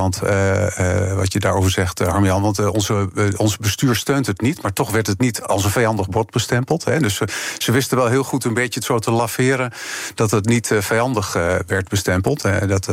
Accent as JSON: {"language": "Dutch", "country": "Netherlands", "said": "als Nederlander"}